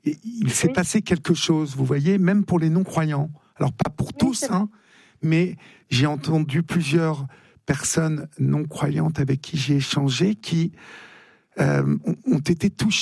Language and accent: French; Paris, Île-de-France, France; Je suis parisien et donc je vois. Enfin, j'habite à Paris